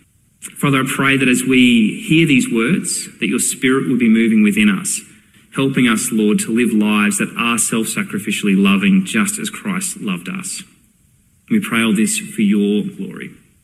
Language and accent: English; Brisbane, Queensland, Australia; About 15 years ago, to the day, Brisbane, my hometown, had one of the worst floods it had in decades.